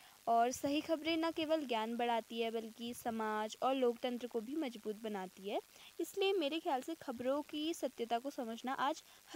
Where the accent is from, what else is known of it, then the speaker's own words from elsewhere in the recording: Almora, Uttarakhand, India; जी नमस्कार … और मैं यही अल्मोड़ा की मूल निवासी हूँ।